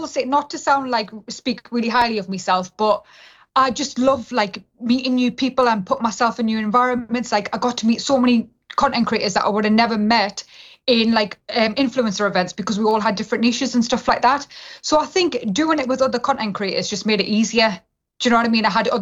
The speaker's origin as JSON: {"language": "English", "country": "India", "said": "I'm Indian, do you know what I mean? And I was raised by Indian grandparents."}